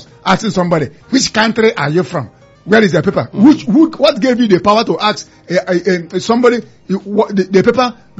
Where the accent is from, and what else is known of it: Nigeria